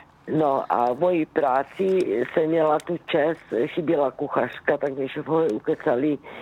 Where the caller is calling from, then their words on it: Jeseník, Olomouc Region, Czechia; Krásný zbytek léta, pokud to jde u nás v Jeseníku, kde pracují a v Javorníku prší